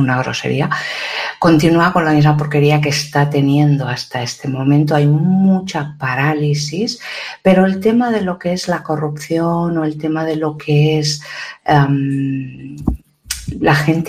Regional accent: Ukraine; Por lo menos en mi país, de Ucrania

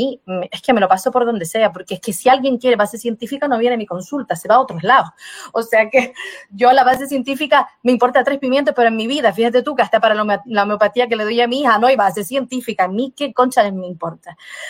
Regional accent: Brazil; Yo soy indígena, yo soy brasileña natural brasileña

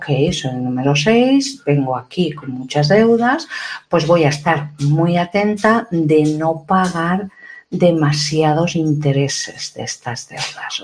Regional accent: Ukraine; Por lo menos en mi país de Ucrania, pues básicamente no se dice nada

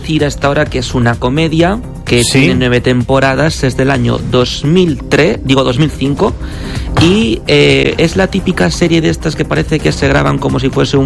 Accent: Cuenca, Castilla-La Mancha, Spain; cuando a lo mejor me preguntan pues de Cuenca

